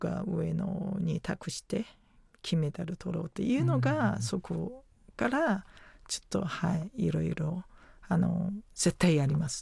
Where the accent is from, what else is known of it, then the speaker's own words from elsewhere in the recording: China; Japanese is a second language; now in Japan; 元私も中国出身ですから、